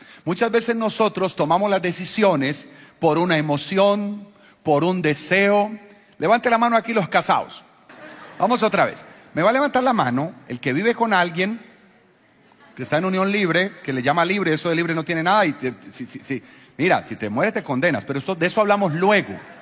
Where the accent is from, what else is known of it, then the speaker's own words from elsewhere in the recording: Colombia; los hombres de Colombia somos